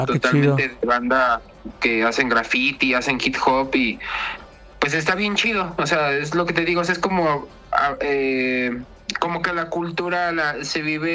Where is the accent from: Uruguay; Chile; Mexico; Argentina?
Mexico; Justo yo como mexicano, ir allá a Colombia, pues es un impacto para mis ojos, ¿no?